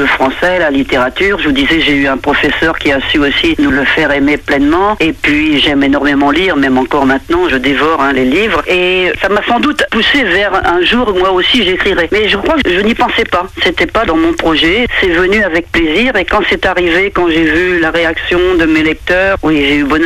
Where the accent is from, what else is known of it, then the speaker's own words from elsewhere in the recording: Pont-d'Ouilly, Normandy, France; born there; Je suis née à Pondouilly, donc en plein milieu de la Suisse normande.